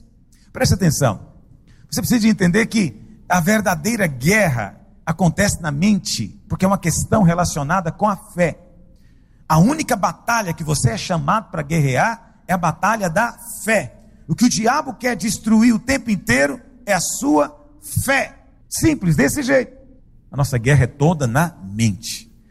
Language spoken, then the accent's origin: Portuguese; Goiânia, Goiás, Brazil; De onde você é? Ah, sou de Goiânia.